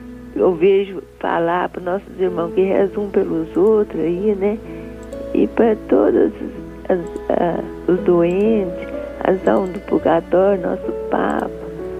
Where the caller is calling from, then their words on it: Pitangui, Minas Gerais, Brazil; sou de Minas, Pitangui.